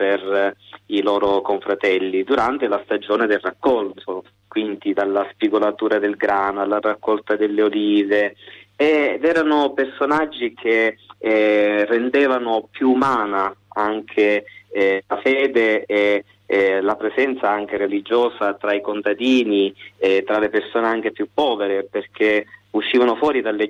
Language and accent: Italian; Sicily, Italy; sono voluto ritornare alla mia terra in Sicilia a riscoprire dei percorsi storici proprio nei luoghi dove sono cresciuto.